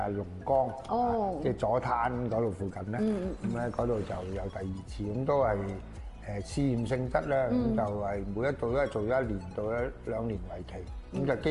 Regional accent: Foshan, Guangdong, China; 尤其是我們佛山人都是很順很直的

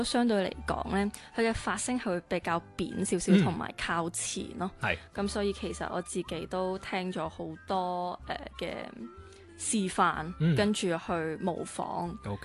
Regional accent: Macau; 因为他是邓家人，但是都是澳门人嘛，我都是澳门人

